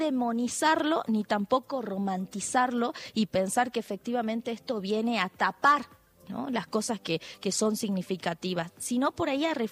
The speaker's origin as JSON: {"language": "Spanish", "country": "Argentina", "said": "Somos todos argentinos."}